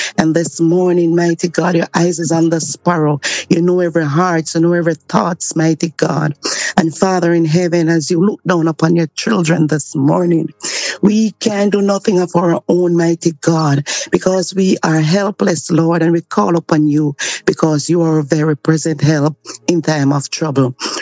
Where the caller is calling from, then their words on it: Hanover, Jamaica; I'm from Jamaica in Hanover.